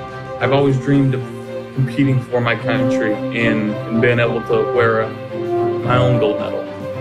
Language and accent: English; California, United States; moved away; I'm from California, it's in LA, I live here now